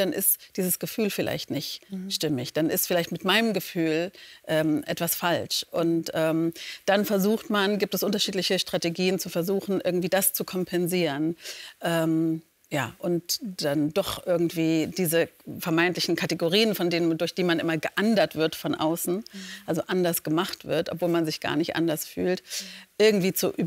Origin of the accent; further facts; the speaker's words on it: Leipzig, Saxony, Germany; ich habe mich als Kind einfach deutsch gefühlt. Leipzig war meine Heimatstadt. Ich war noch nie woanders, also bis zu meinem 8. Lebensjahr.